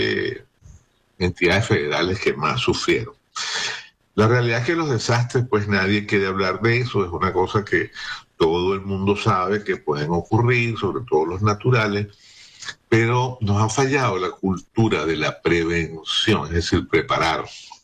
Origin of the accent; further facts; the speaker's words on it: Venezuela; La realidad es que estamos muy compungidos, pues, como venezolanos, ante este evento que no se puede predecir